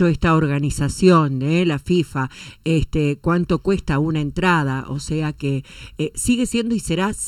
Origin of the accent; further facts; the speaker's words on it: Argentina; Nos reconforta saber que somos argentinos